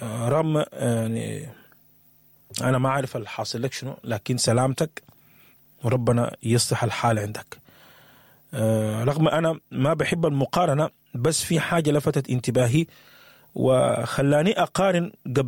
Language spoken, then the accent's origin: Arabic; Sudan; أنا وإنت كسوداني